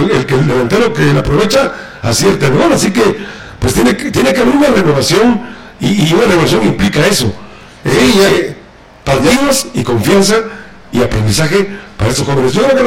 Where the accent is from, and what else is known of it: Mexico